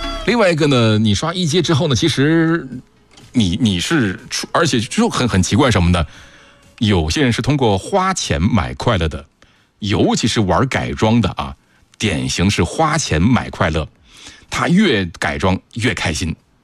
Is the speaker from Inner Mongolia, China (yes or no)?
yes; Hailar, Inner Mongolia, China; now in Hubei, China; 我就是海拉尔长大的孩子。